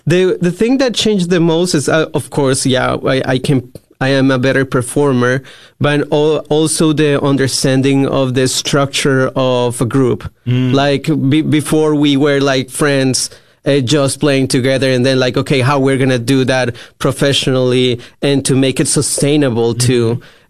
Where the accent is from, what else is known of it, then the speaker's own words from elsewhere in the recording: Colombia; I went into Colombia. Mm-hmm. I grew up in Colombia. And we stayed in Medellin during the pandemic